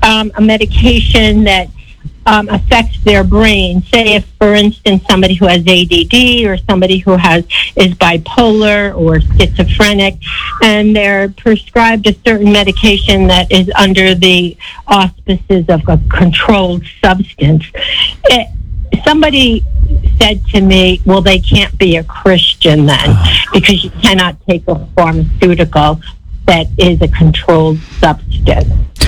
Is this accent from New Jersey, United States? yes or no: yes; New Jersey, United States; I'm actually from New Jersey. I'm just vacationing right now for a little bit.